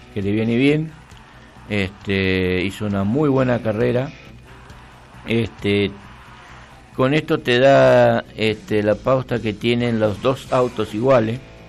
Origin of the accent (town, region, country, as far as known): Argentina